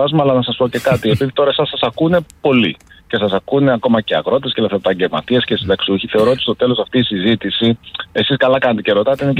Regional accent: Kalavryta, Western Greece, Greece

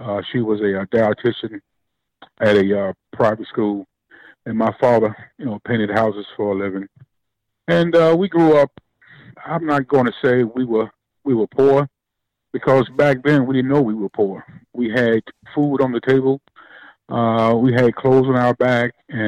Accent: Aiken, South Carolina, United States; the happiest time of my life is, of course, when I was growing up in Aiken, South Carolina.

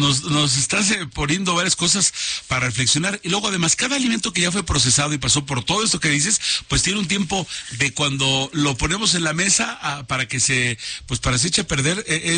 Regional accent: Mexico; 2 de cada 3 mexicanos compramos más comida de lo habitual cuando juega México

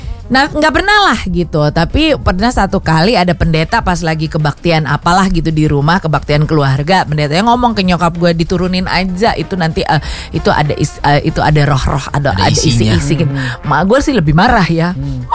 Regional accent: Sorong, Southwest Papua, Indonesia; born there; aku ini lahir di Sorong Irian Jaya.

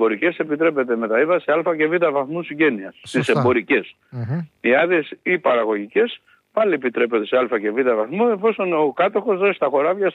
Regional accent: Thessaly, Greece; Εγώ είμαι από το Πύλιο, ας πούμε, και έρχομαι στην Αθήνα.

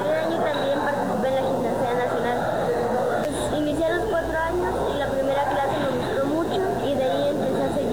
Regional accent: Ignacio de la Llave, Veracruz, Mexico; Vengo de Ignacio de la Llave

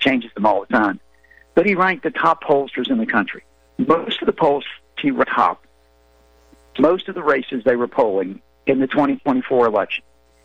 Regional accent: the South, United States; We understand that sad period of time. And I'm from the South, and I regret that, but it is what it is.

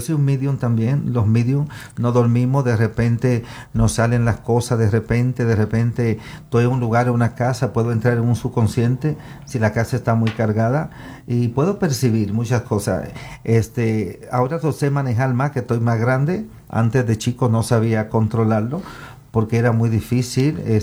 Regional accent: Dominican Republic; Nosotros somos de República Dominicana, mi papá es de las Islas Europeas, de Aruba, mi mamá dominicana de Punta Cana, una playa bien bonita.

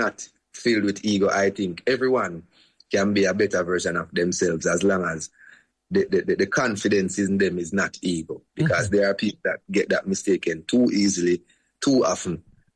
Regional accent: Jamaica; I'm going to represent this one word as a Jamaican, you know, because I guess people just often see the bad from it if they're not open-minded enough.

